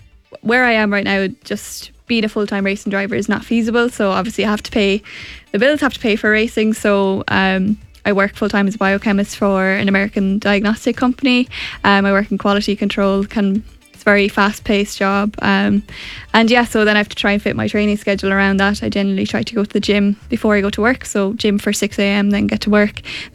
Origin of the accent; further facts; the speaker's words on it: Ireland; I'd qualified for the Formula Woman Nations Cup as an Irish competitor